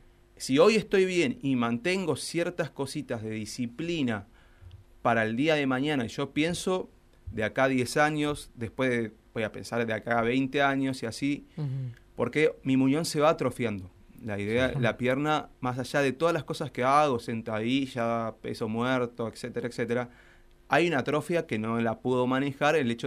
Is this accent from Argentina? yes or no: yes; Argentina; estamos remando, como todo argentino en este momento